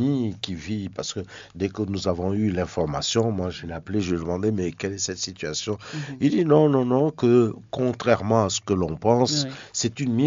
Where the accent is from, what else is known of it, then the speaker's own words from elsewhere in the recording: Benin; ici, chez nous au Bénin